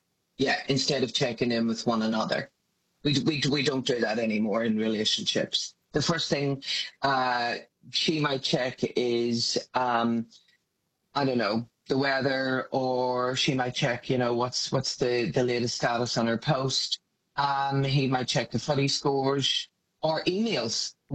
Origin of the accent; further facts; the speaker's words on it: Northern Ireland, United Kingdom; now in Australia; Maybe I grew up in Northern Ireland